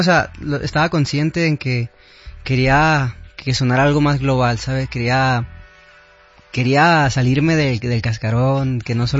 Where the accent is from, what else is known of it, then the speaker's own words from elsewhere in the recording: Guadalajara, Jalisco, Mexico; Sí, de Santa Tere.